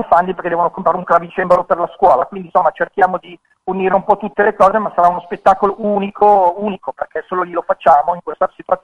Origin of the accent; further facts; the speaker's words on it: Milan, Lombardy, Italy; moved away; io poi avendo radici milanesi, cioè, sono nato, cresciuto in Milano per tanti anni, sono trasferito qua da qualche anno